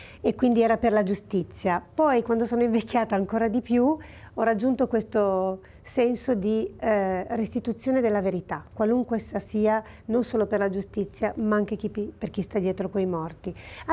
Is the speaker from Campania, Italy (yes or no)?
no; Pontestura, Piedmont, Italy; Io so che … il mio paese natio, che è Pontestura, che è vicino a Casalemmo Ferrato, è Pontestura